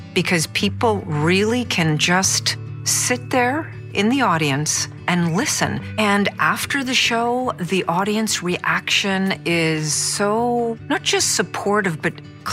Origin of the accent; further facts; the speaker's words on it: Quebec, Canada; born there; I was born just outside of Montreal.